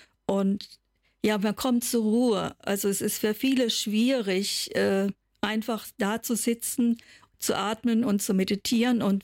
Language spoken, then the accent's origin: German; Baden-Württemberg, Germany; accent: southern German; ich komme aus Süddeutschland, wie man das wohl hört von der Sprachmelodie. Ich komme aus dem Rhein-Neckar-Kreis.